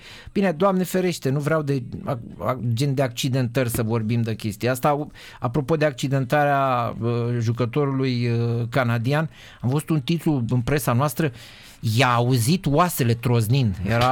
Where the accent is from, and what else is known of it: Romania; born there